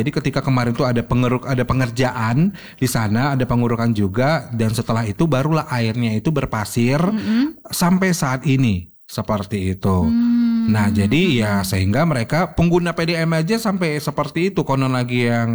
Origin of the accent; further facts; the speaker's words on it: Medan, North Sumatra, Indonesia; saya juga warga Medan Sunggal juga